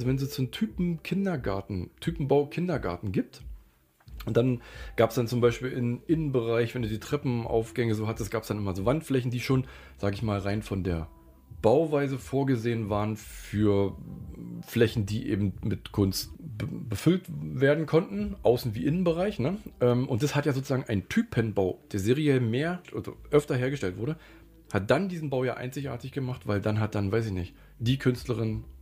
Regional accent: East Germany, Germany; born there; Ich bin ja auch im Land geboren, was es gar nicht mehr gibt, wenn du so willst. Ne?

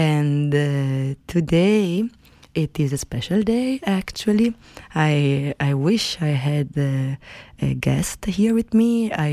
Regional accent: Italy; English is a second language; And we would have sung together a couple of songs in Italian, because we are both from Italy.

